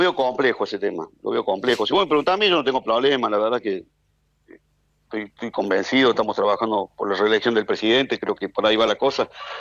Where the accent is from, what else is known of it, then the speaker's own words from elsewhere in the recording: Argentina; Yo soy el embajador argentino.